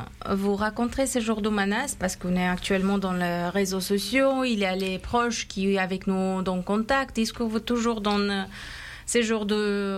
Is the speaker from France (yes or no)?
no; Afghanistan; moved away; je suis originaire de l'Afghanistan.